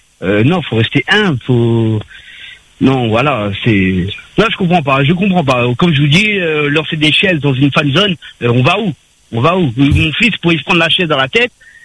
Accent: Paris, Île-de-France, France; Et voilà, moi, je suis content, je suis parisien

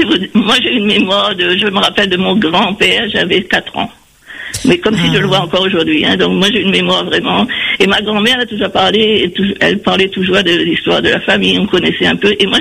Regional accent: Saint-Denis, Réunion; now in Paris region, France; je suis née à Saint-Cotide, hein, et puis après, bon, ça fait 52 ans que je suis en métropole

